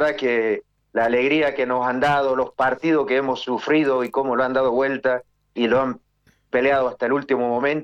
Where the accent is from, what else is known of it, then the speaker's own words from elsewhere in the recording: Trelew, Chubut, Argentina; Yo soy de la provincia del Chubut, de Trelew.